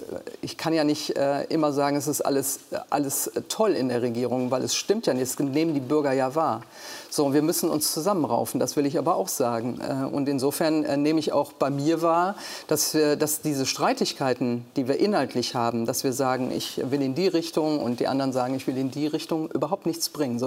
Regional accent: Duisburg, North Rhine-Westphalia, Germany; now in Berlin, Germany; Also ich bin auch gerne in meiner Heimat, wenn die Zeit es erlaubt. Ich bin natürlich jetzt viel mehr in Berlin eingebunden. Mhm. Aber trotzdem bin ich immer wieder gerne in Duisburg.

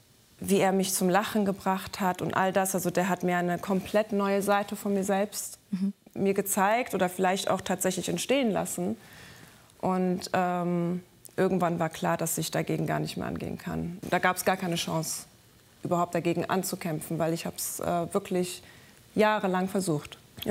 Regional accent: Iran; Also wir kommen aus dem Iran, Jiva ist kurdischer Abstammung, ich bin persischer Abstammung.

